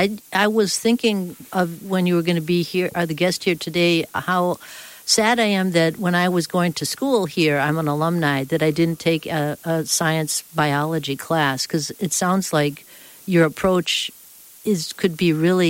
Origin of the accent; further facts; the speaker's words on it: Minnesota, United States; moved away; we're both from Minnesota.